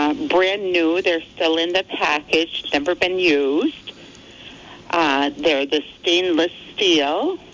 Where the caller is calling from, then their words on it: Cabot, Vermont, United States; from Cabot.